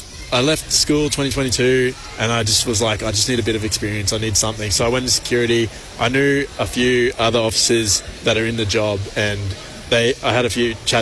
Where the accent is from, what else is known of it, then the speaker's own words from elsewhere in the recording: Cairns, Queensland, Australia; I'm from Cairns, born and raised.